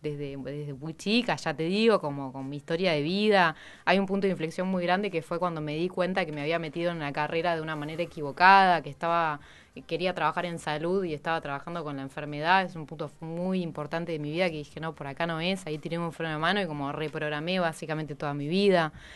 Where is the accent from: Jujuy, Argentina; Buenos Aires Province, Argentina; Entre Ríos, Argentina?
Buenos Aires Province, Argentina; Bahía Blanca; Somos de Bahía, sí.